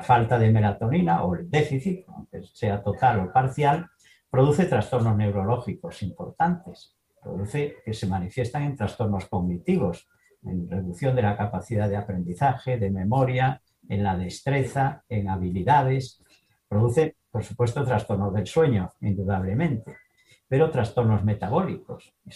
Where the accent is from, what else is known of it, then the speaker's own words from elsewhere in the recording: Galicia, Spain; Yo estudié en la Facultad de Medicina de Santiago de Compostela, soy gallego.